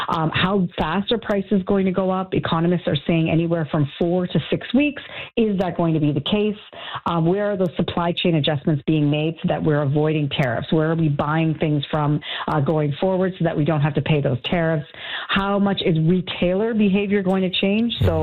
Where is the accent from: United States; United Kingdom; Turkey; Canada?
Canada